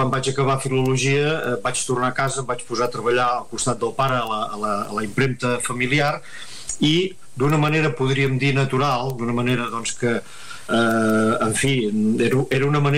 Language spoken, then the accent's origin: Catalan; Catalonia, Spain; tenim els bergadans